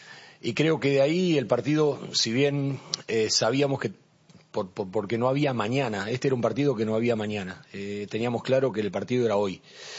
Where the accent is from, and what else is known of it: Argentina